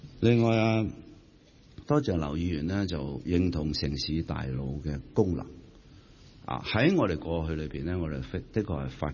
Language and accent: Cantonese; Hong Kong; 我們香港人和澳門亦都太過互相熟悉了